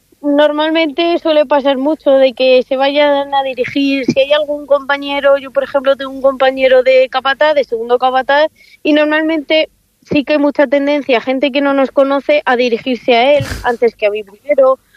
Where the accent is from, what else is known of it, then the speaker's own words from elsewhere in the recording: Santa Cruz de Pinares, Castile and León, Spain; Soy de un pueblecito pequeño que se llama Santa Cruz de Pinares.